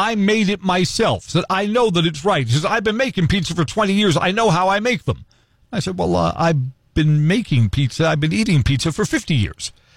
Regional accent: Wausau, Wisconsin, United States; and I'm from Wausau.

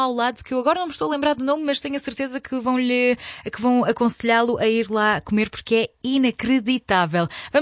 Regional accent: Lisbon, Portugal; Eu também sou ali do lado de Sintra

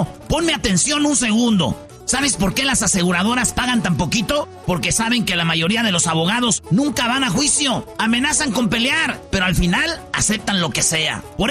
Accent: Michoacán, Mexico; Soy michoacano hasta el top.

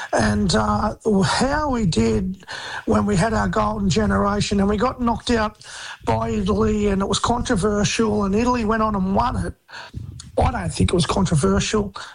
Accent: Central Coast, New South Wales, Australia; born there; also born or lived in Griffith; Then I moved back to where I grew up on the Central Coast

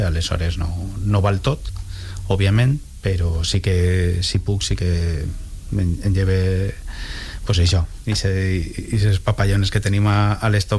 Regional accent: Valencian Community, Spain; now in Valencia, Spain; cap al meu poble, cap al Ximià d'Alfara

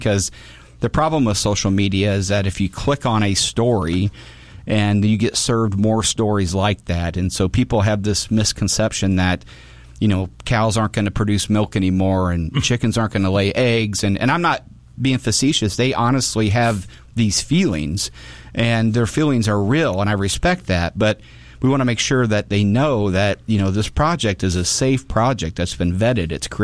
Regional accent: Divernon, Illinois, United States; I grew up in Divernon. My parents both grew up in Springfield on the east and down on the Cabbage Patch.

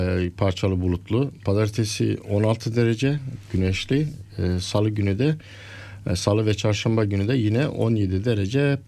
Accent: Feke, Adana, Turkey; born there; moved away; Bizim köyde Toroslar'da, Feke ilçesi, Kayseri'ye çok yakın. Kayseri ikliminden sürekli etkilenir ve zaman zaman iyi kar da yağar.

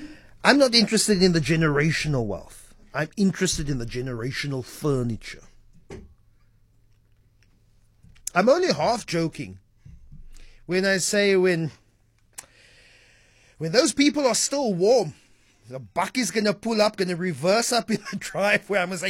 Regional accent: South Africa; because we're South African

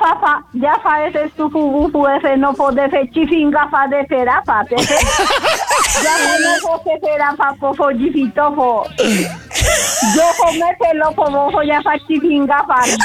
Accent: Cuernavaca, Morelos, Mexico; De aquí de Cuernavaca, Morelos.

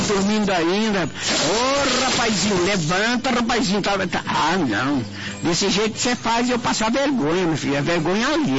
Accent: Mato Grosso do Sul, Brazil; Minha terra

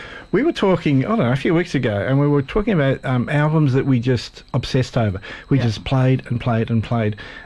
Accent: Tasmania, Australia; I'm from Tassie.

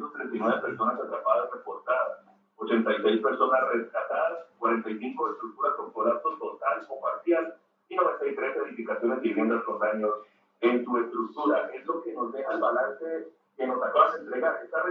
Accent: Cali, Valle del Cauca, Colombia; estoy seguro como caleño y te lo aseguro, quisieran que la alegría de Cali volviera

